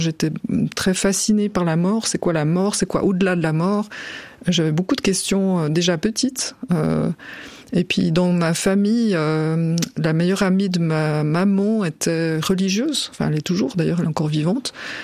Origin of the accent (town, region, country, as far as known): Corsier, Vaud, Switzerland; born or raised there; also born or lived in Vevey